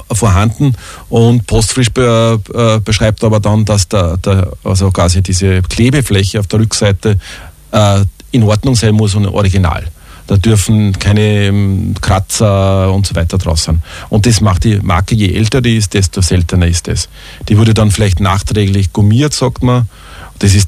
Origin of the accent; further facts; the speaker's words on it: Siegharting, Upper Austria, Austria; es ist ein Brief mit einem Poststempel aus Siegharting, ist meine Heimatgemeinde aus dem Innviertel.